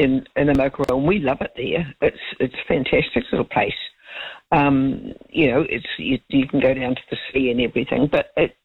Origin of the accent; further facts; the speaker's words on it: Auckland, New Zealand; also born or lived in Wellington / New Plymouth; You know, born and bred in Auckland, but I lived in Wellington and New Plymouth and somewhere else.